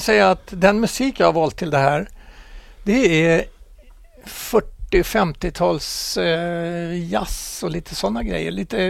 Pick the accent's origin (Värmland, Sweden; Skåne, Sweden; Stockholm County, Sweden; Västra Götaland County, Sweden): Stockholm County, Sweden; Stockholm; Jag är ju uppväxt i Hässelby.